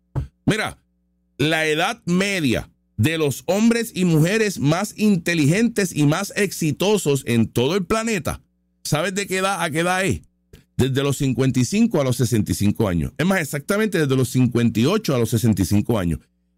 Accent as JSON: {"language": "Spanish", "country": "Puerto Rico", "said": "Puerto Rico es 135, es pequeño. Y nosotros tenemos una calidad de vida de país grande porque somos parte de Estados Unidos."}